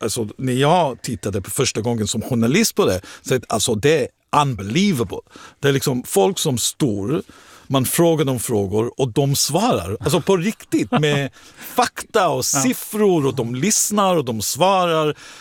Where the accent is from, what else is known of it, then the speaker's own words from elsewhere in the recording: Israel; now in Sweden; I Israel till exempel, i mitt hemland, så är det inte på helgen. Det är nästan alltid på en tisdag.